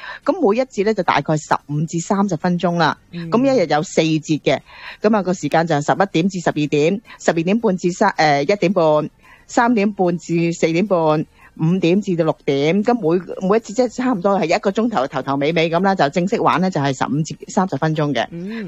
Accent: Hong Kong; moved away; 我哋嚟自香港嘅，有時咧都係喜歡翻去探下親啊

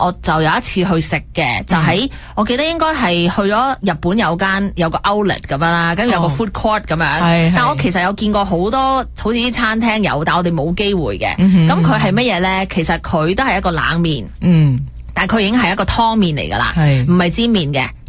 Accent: Hong Kong; 佢又冇好似我哋香港人笃柠檬咧

